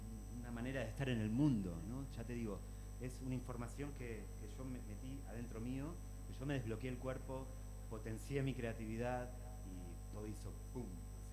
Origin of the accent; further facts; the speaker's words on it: Rosario, Santa Fe, Argentina; moved away as an adult; now in Barcelona, Spain; Nací en Rosario, crecí hasta los 23 años, dije basta, me piro de acá, y me fui a Barcelona y nunca más volví.